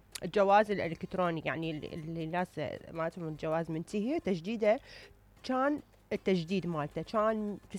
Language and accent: Arabic; Iraq; والله يا استاذ محمد عندنا بالعراق صعد الدولار زين؟